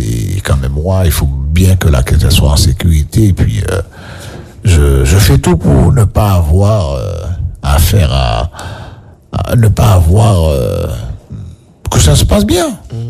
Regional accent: Le Gosier, Guadeloupe; Parce que je suis du Gosier, à l'époque, il y avait beaucoup de boîtes de nuit.

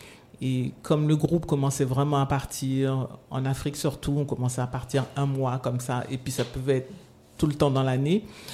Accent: Guadeloupe, France; moved away; Alors, comme je dis, j'ai quitté la Guadeloupe en étant dans une chorale.

